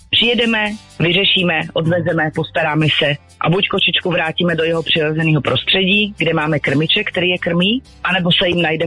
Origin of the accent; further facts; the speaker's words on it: Mariánské Lázně, Karlovy Vary Region, Czechia; pocházíme z Mariánských Lázní